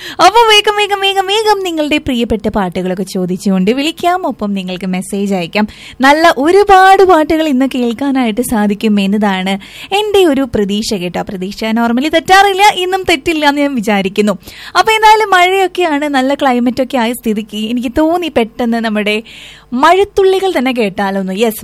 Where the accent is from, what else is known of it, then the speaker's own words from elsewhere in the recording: Thrissur, Kerala, India; ഞങ്ങൾ തൃശ്ശൂരുകാർ തണുപ്പ് എന്നല്ലാട്ട് പറയാം, തണവ് അങ്ങനെയും പറയാം.